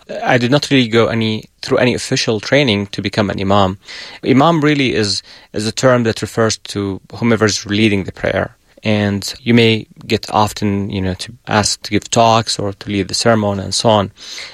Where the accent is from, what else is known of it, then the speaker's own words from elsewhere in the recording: Jordan; Growing in the Middle East, I think Islam as a religion that's pretty much global, in the Middle East, is part of the culture.